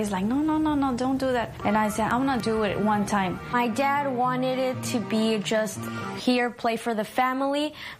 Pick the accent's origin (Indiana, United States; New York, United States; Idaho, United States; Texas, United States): Texas, United States; Houston; We are from Houston, Texas.